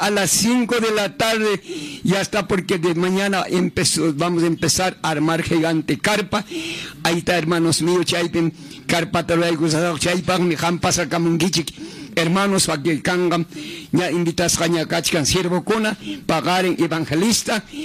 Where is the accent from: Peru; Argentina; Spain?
Peru; Ayacucho; yo soy como ayacuchano. Yo siempre, hermano mío, hablo en quechua.